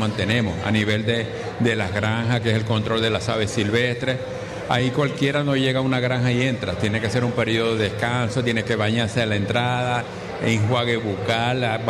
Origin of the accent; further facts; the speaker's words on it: Venezuela; ya eso en este momento no contamos con eso acá en Venezuela. Pero yo me siento comprometido con mi país